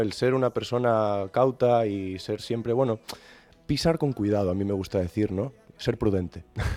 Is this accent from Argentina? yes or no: no; Galicia, Spain; moved away; also born or lived in Madrid